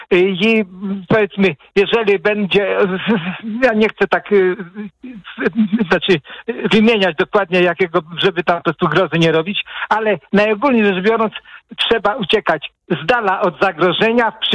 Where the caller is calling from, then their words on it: Płock, Masovian Voivodeship, Poland; Ja jestem z Płocka